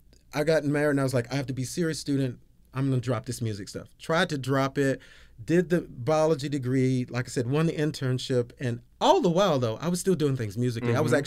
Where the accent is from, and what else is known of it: Georgia, United States